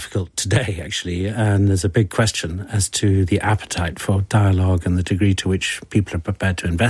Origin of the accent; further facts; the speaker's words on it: Kampala, Central Region, Uganda; born there; Uganda. I was born in Kampala, yeah.